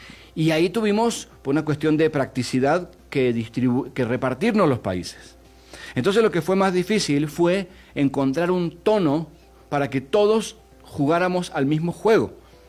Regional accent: Argentina

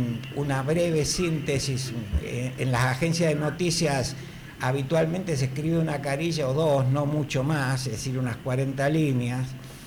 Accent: Buenos Aires, Argentina; born there; yo ahora en Caballito estoy, sí. Nací en Devoto, en la parte más de barrio, pero ahora sí, en Caballito hace unos cuantos años, por lo menos en la democracia, en Caballito.

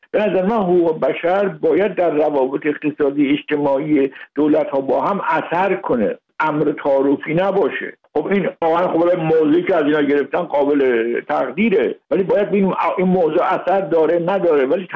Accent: Tehran, Tehran Province, Iran; ما ساکن تهرانیم.

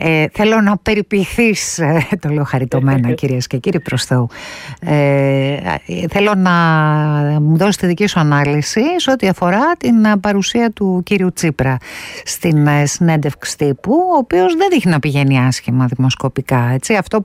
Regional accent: Serres, Central Macedonia, Greece; moved away; Δεν πήγα στα μέρη μου, στα μέρη μας μάλλον, γιατί είμαστε λίγο Σερές.

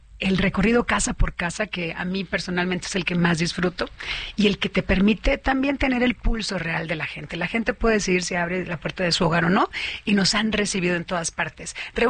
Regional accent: Hermosillo, Sonora, Mexico; Yo soy de Hermosillo.

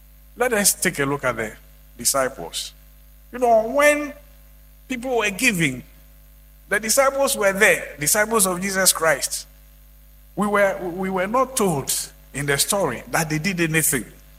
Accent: Aburi, Eastern Region, Ghana; I quite remember our days when we were young at Aburi. I come from Aburi here.

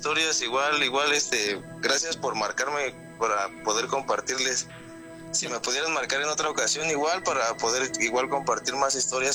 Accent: Mexico City, Mexico; Yo soy de la Ciudad de México, Iztapalapa.

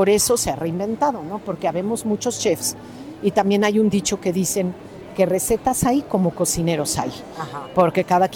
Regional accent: Mexico City, Mexico; nosotros los chilangos

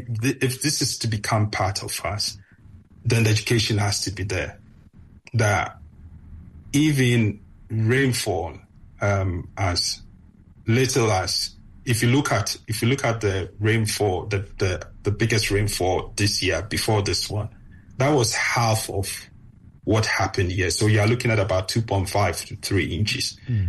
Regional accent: Ghana; English is a second language; now in United Kingdom; I grew up in Ghana without any swimming lessons. I had to come to the UK to learn how to swim.

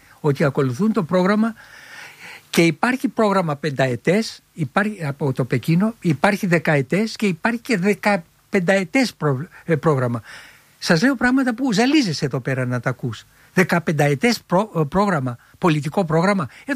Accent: Filothei, Attica, Greece; born or raised there

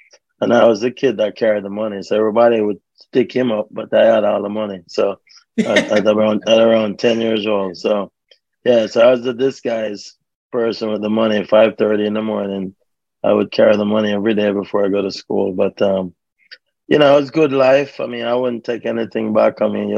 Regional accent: Jamaica; also born or lived in England; I was born in England first, and had a broken home life, and then mom decided to go back home to Jamaica in 1968

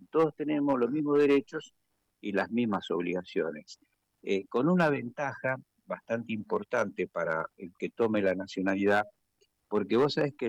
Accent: Argentina; born there; also born or lived in Spain; yo soy nacido en España. Vine de muy pequeño, tengo la suerte de ir con bastante frecuencia, y yo soy un agradecido a este gran país

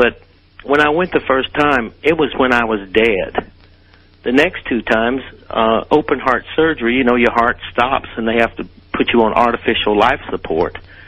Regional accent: Deep South, United States; I mean, I come from the Deep South. You know, everybody goes to hell down there

